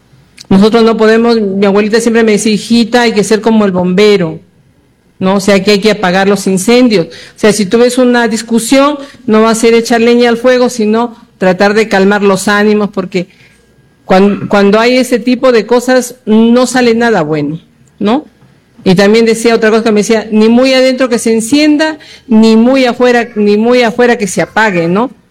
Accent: Peru; Orgullosos de ser peruanos, ¿no? Somos blancos, somos morenitos, trigueñitos, negritos, ¿no? Pero todos somos peruanos.

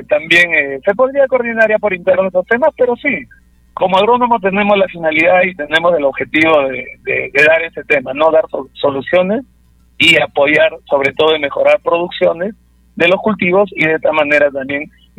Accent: Sinsicap, La Libertad, Peru; soy de San Ignacio, Sincicabo, Tuzco. Es más, hoy día estoy respondiendo desde San Ignacio

